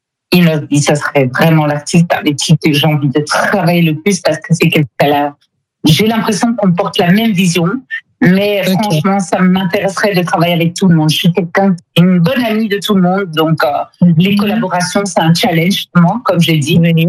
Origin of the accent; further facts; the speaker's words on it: DR Congo; Je suis congolaise.